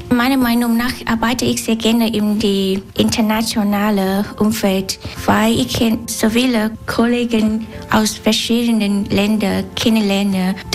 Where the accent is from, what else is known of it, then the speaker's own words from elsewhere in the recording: My Tho, Tiền Giang, Vietnam; German is a second language; now in Germany; Ich komme Süden von Vietnam, in der Nähe Ho Chi Minh Stadt, die kleine Stadt, Mei Tho Stadt.